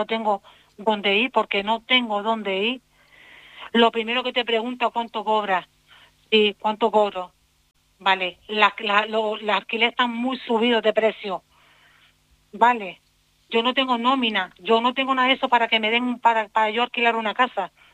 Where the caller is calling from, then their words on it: Canary Islands, Spain; como todo canario que somos